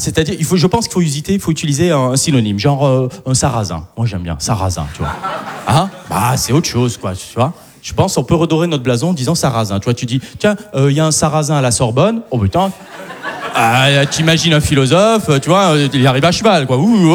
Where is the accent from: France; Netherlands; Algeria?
Algeria; J'aime bien le dire, donc je suis content d'être algérien. Et je le dis, d'ailleurs, allègrement que je suis algérien